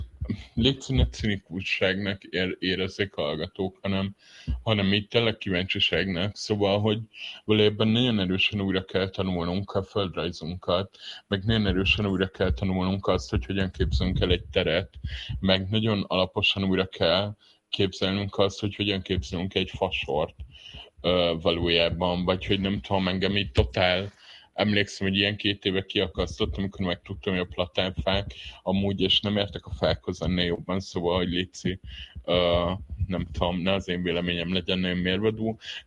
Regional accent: Southern Transdanubia, Hungary; én a Dél-Dunántúlon nőttem fel

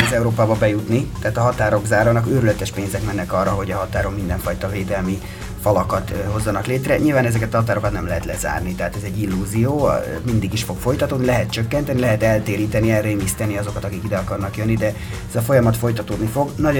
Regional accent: Hungary; Nem mondom, én magyar vagyok, igen

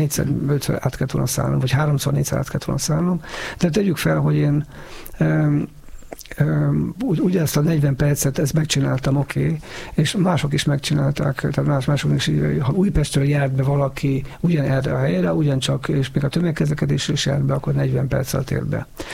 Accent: Zalaegerszeg, Zala, Hungary; amit én ismerek, mert zalaegerszegi vagyok, és az zalaegerszeg mellett megy az a vonal

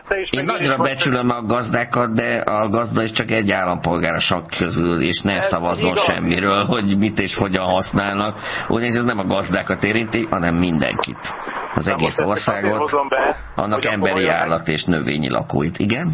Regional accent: Baranya, Hungary; a Mecsekre is nagyon büszke vagyok, megfélét. És tessék, ott nőttem föl.

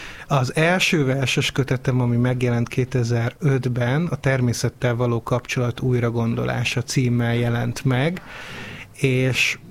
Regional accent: Győr-Moson-Sopron, Hungary; born or raised there; moved away as an adult; also born or lived in Eger / Szeged / Budapest; now in Szentendre, Hungary

